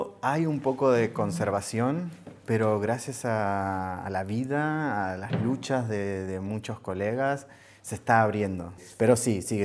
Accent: Santiago del Estero, Argentina; now in Erfurt, Germany; soy de Santiago del Estero, un pueblo en el norte de Argentina.

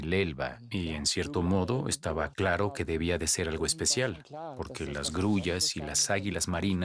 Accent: Hamburg, Germany; Yo soy de Alemania Occidental, nací en Hamburgo. Sí, de joven conocí a la parte occidental.

